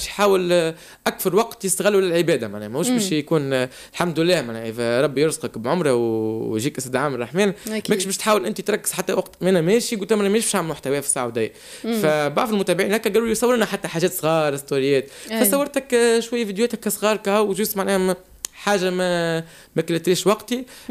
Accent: Tunisia; احنا التوانسة

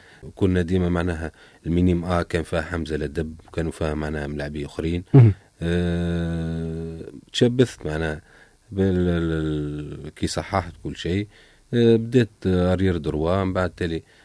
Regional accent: Gafsa, Gafsa Governorate, Tunisia; born there

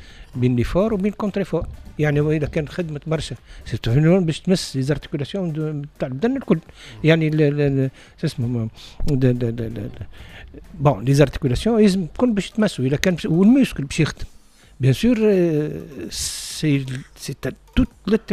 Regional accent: Sfax, Sfax Governorate, Tunisia; أنا ولد نهر الجزيرة باب الفن باب الزيرة وباب ناس سيدي منصور وحومتي هذيك كل شيء

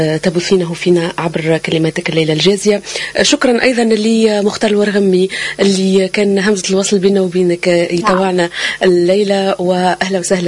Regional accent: Tunisia; بوجود كل المبدعين اللي عندنا في تونس

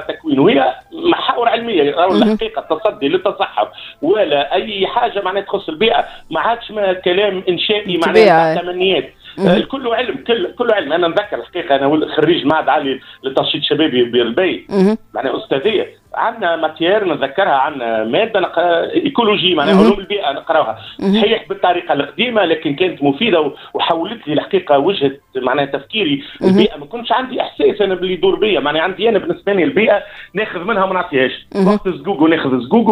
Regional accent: Tunisia; عندنا معاهد في تونس

